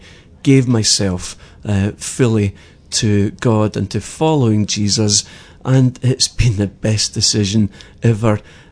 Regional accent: Glasgow, Scotland, United Kingdom; moved away as an adult; now in Bermuda; I'm born and bred in Glasgow, in Scotland.

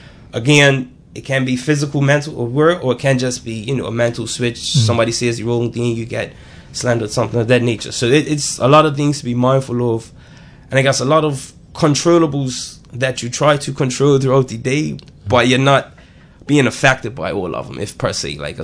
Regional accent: St. George's, Bermuda; being born and raised in St. George's.

